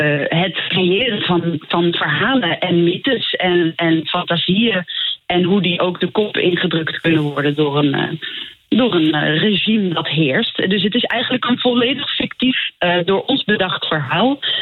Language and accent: Dutch; Haarlem, North Holland, Netherlands; ik ben ook opgegroeid in Haarlem